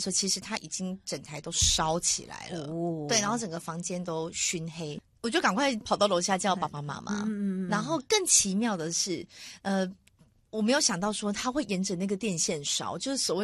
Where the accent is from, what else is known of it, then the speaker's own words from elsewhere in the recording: Chiayi, Taiwan; born there; also born or lived in Taichung; 因为我老家在嘉义，从南部要回到台中，